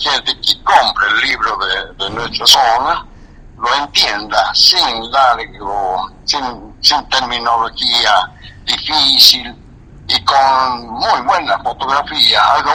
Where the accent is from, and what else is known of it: Vinchina, La Rioja, Argentina